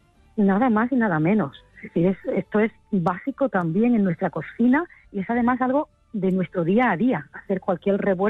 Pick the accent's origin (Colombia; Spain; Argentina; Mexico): Spain; Granada, Andalusia; Bueno, yo soy de Granada.